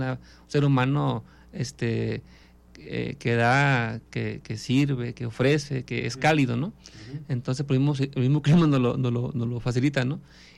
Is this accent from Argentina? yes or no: no; Jalisco, Mexico; encuentro más conexión pues a mi tierra con la novela, ¿no? Porque le encuentro muchos facetas que el escritor conoce de la gente local, sabía bien cómo eran nuestras costumbres, nuestros modos, inclusive de pensar